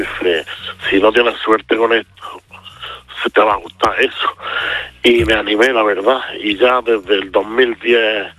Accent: Spain; pero yo soy típica de España. A mí no me saques de la dieta mediterránea.

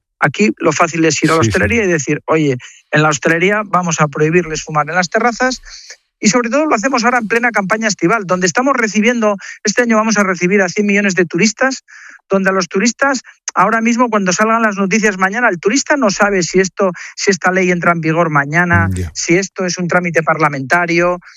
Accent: Asturias, Spain; Bueno, piensen, yo soy de Asturias, piensen en Asturias, con la climatología que tenemos

